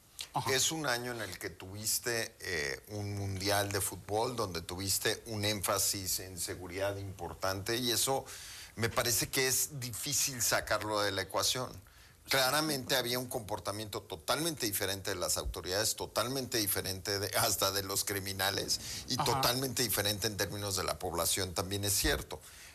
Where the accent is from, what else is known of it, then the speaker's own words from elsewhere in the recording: Mexico; el parámetro que nosotros le poníamos todos como mexicanos al gobierno era número de homicidios